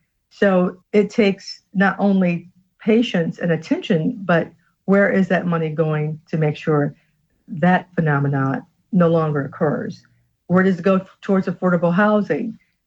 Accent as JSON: {"language": "English", "town": "Battle Creek", "region": "Michigan", "country": "United States", "tie": "born or raised there", "said": "I'm made in Battle Creek. I don't know whether you knew that or not. I grew up in the Washington Heights neighborhood of Battle Creek, attended Dudley, Northwestern."}